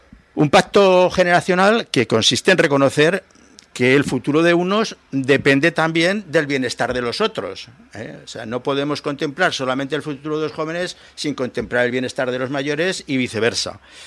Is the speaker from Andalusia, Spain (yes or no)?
no; Zaragoza, Aragon, Spain